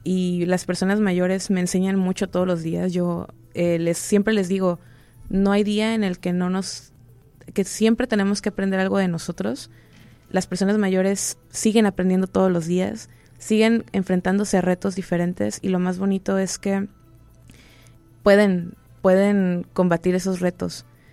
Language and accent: Spanish; Mexico; como nosotros, por lo menos como mexicanos, siempre va a ser va a tener un papel muy importante.